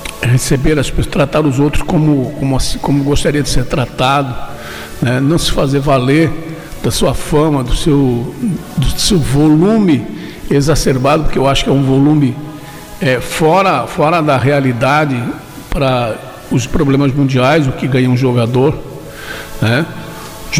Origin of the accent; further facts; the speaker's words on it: Brazil; eu sou brasileiro desde pequenininho, né?